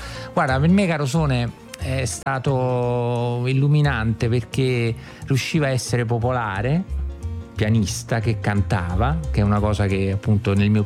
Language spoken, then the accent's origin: Italian; Naples, Campania, Italy; però c'ho questo cognome che è un po' tedesco, un po' ungarico, che tradirebbe le origini, ma invece sono di Napoli.